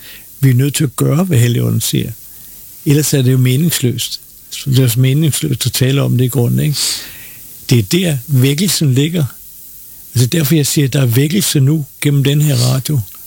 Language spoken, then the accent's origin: Danish; Copenhagen, Capital Region of Denmark, Denmark; jeg var københavner